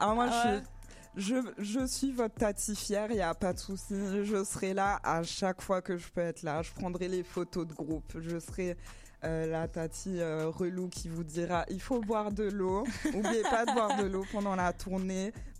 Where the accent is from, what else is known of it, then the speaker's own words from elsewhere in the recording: Guadeloupe; moved away; moi, en tant que Guadeloupéenne qui explore un peu le monde